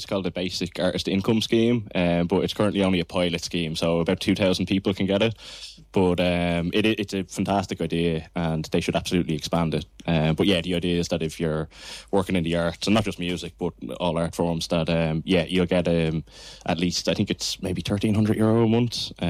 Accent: Dublin, Leinster, Ireland; So growing up in Dublin, seeing them very regularly was a real treat.

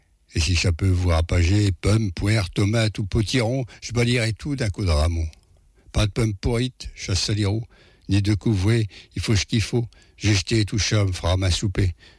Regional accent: Paris, Île-de-France, France

